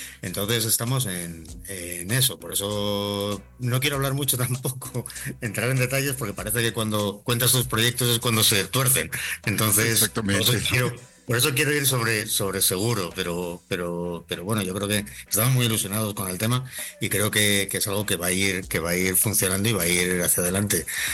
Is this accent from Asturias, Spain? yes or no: yes; Gijón, Asturias, Spain; moved away as an adult; Del norte, de Gijón.